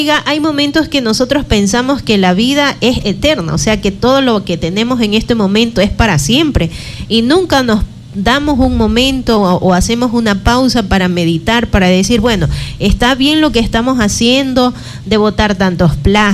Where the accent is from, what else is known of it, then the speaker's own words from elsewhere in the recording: Ecuador; como ecuatorianos estar preparados por esta llamada situación que se ubica el Ecuador en el conocido Callejón de Fuego